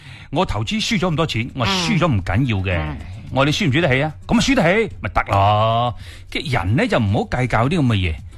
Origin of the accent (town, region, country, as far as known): Guangdong, China